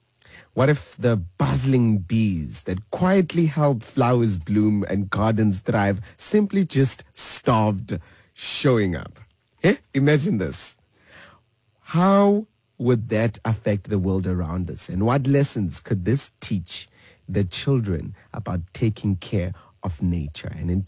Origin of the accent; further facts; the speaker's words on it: South Africa; I think growing up in Ekasi, where most kids don't have father figures, also made me feel normal.